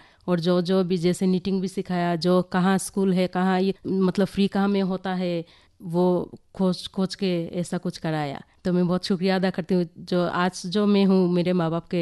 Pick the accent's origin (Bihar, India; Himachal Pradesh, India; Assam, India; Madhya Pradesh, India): Assam, India; Maibang; मैं तो छोटा शहर से हूँ, माईबंग से।